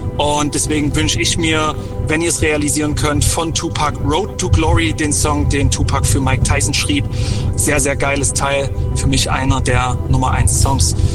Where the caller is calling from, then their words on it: Dresden, Saxony, Germany; Jahrgang 87. Ich komme aus Dresden